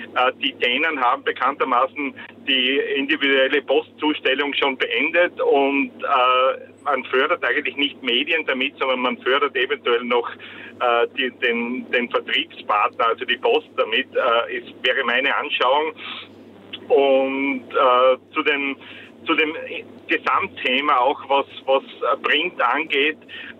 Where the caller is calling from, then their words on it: Styria, Austria; Ich bin aus der Südsteiermark, habe da 40 Jahre lang Regionalzeitung gemacht